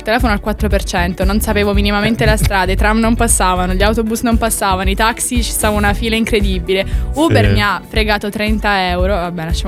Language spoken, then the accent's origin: Italian; Pescara, Abruzzo, Italy; moved away as an adult; now in Milan, Italy; sono di Pescara, che è l'esatto opposto di Milano.